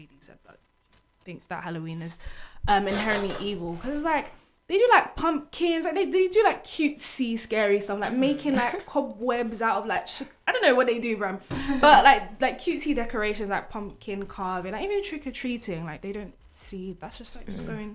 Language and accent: English; Ghana; I'm Ghanaian, so I've only grown up with my mom telling me, you better not go out, you better not do this.